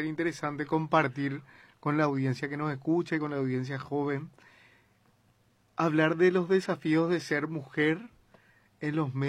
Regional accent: Paraguay; en nuestra cultura como paraguaya

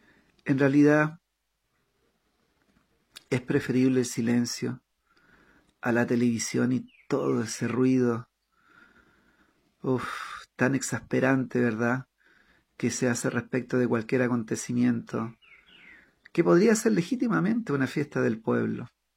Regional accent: Chile; moved away as an adult; now in Paraguay; ustedes saben que yo soy chileno, pero no me digan chileno a secas, porque yo llevo 14 años viviendo en Paraguay y tengo dos pequeños que son paraguayitos.

